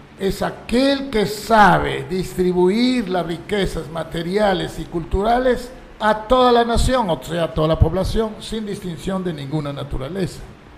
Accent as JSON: {"language": "Spanish", "country": "Peru", "said": "nuestro Perú"}